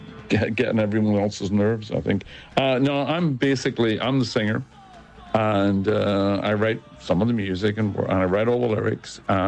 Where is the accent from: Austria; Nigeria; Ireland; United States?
Ireland; I mean, I'm from Ireland. I'm Irish, and Halloween is an Irish holiday.